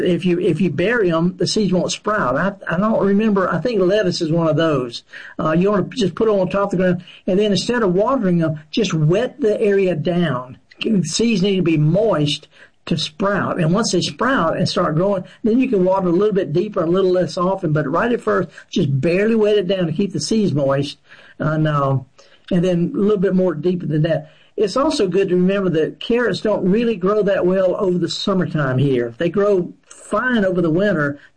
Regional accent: Baton Rouge, Louisiana, United States; He's from my hometown in Baton Rouge.

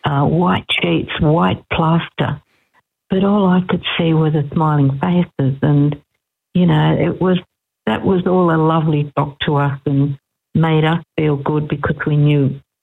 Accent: Australia; So, yeah, I'm glad I'm Australian, aren't you?

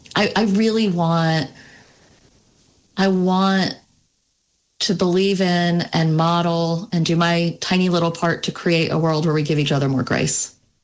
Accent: the South, United States; moved away as an adult; now in Vermont, United States; as a Southerner, as a stranger in a strange land, although I've lived in Vermont for 21 years now, but as a Southerner

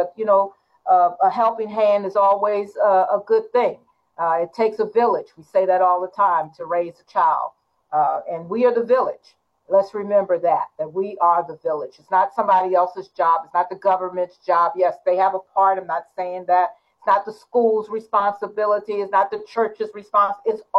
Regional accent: Washington, District of Columbia, United States; I grew up in the Washington, D.C. area

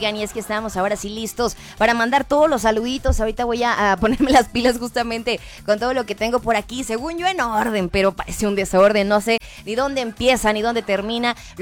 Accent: Mexico; seguimos siendo mexicanos orgullosamente

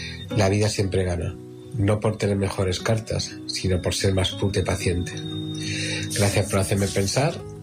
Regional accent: Madrid, Community of Madrid, Spain; Hola, buenas. … de Madrid.

